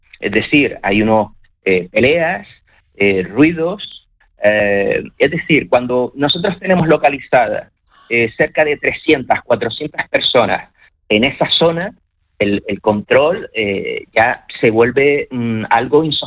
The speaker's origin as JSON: {"language": "Spanish", "region": "Canary Islands", "country": "Spain", "said": "Nosotros somos canarios"}